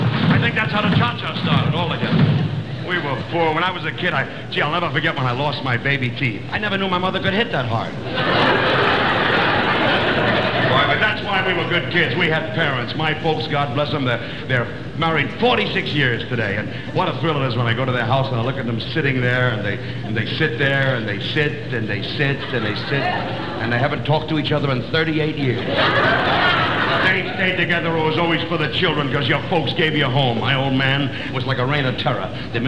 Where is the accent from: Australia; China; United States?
United States; New York; I was born in Brooklyn, and we lived in the back of a candy store, and we had no rooms.